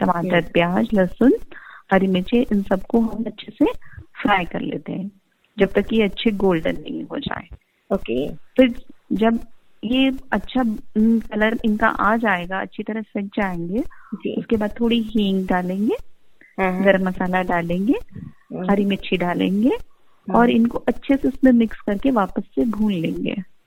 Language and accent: Hindi; Rajasthan, India